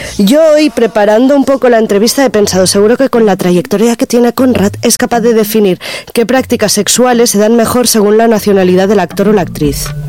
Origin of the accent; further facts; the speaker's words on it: Catalonia, Spain; Yo soy una chica catalana, morena, normal, un prototipo normal de chica.